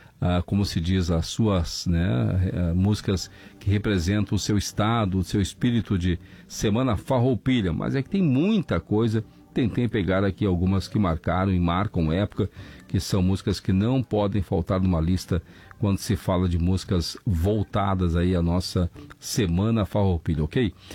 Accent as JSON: {"language": "Portuguese", "region": "Rio Grande do Sul", "country": "Brazil", "tie": "born or raised there", "also_born_or_lived": "Santa Catarina", "said": "sou natural de Santa Catarina, mas cresci e me criei nesta terra abençoada, que é o nosso Rio Grande do Sul."}